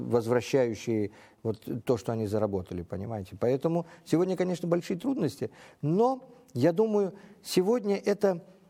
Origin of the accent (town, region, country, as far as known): Uzbekistan; born or raised there